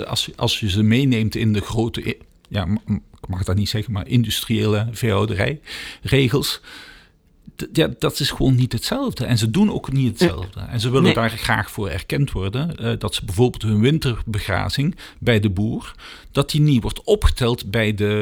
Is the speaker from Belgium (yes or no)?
yes; Essen, Flanders, Belgium; moved away as an adult; also born or lived in Cameroon; Ik kom van Essen. Ik ben 20 jaar in Essen opgegroeid vooraleer. Ik ben uitgewaaid naar Cameroen, terug naar Putten.